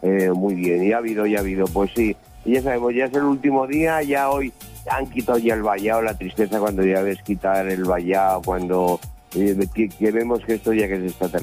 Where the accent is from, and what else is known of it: Pamplona, Navarre, Spain